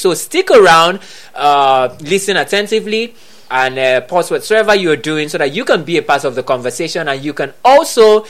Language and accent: English; Nigeria; we know, as Nigerian students and young adults